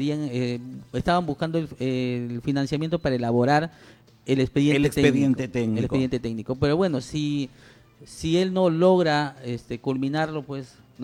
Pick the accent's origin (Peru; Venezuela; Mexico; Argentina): Peru; Monsefú, Lambayeque